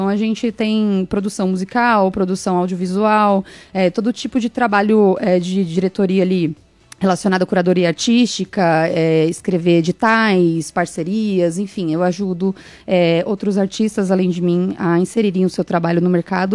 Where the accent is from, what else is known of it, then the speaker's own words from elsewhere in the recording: São Paulo, Brazil; moved away as an adult; also born or lived in Alagoas; now in Região dos Lagos, Brazil; eu sou de São Paulo, na verdade. Eu tô aqui na região dos Lagos agora, vai fazer 4, 5 anos por aí.